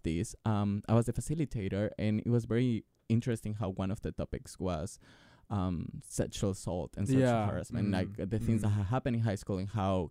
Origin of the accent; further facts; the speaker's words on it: Colombia; moved away; I grew up in Colombia.